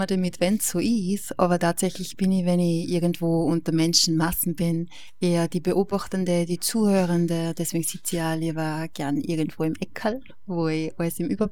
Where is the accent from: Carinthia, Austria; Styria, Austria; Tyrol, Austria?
Styria, Austria; now in Bad Ischl, Austria; Ich komme ja ursprünglich aus der Oststeiermark und bin nicht eine Ischlerin.